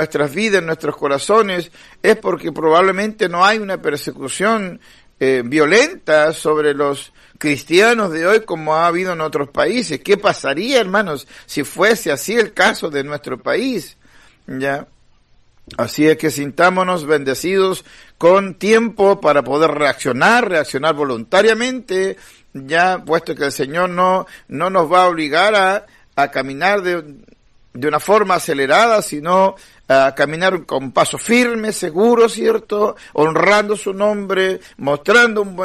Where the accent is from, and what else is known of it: Chile